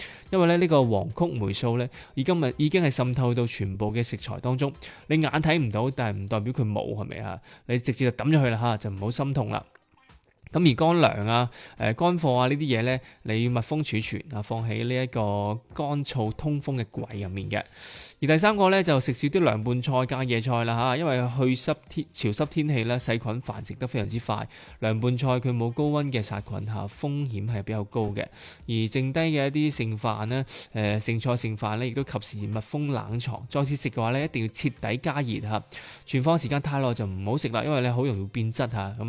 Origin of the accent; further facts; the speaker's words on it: Guangdong, China; 即系我哋老广嘅脾胃啦，点样可以做到健脾祛湿咧吓？